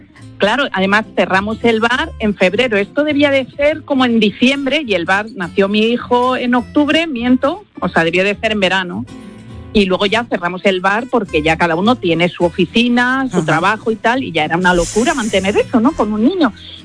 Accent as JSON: {"language": "Spanish", "town": "Pozuelo de Alarcón", "region": "Community of Madrid", "country": "Spain", "said": "Les cuento, mi futuro marido y yo, los dos somos de Pozuelo, pero no nos conocíamos para nada."}